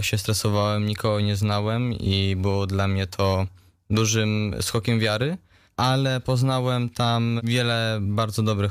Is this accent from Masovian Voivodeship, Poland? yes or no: no; Wrocław, Lower Silesian Voivodeship, Poland; jestem z Wrocławia, z Przegopola.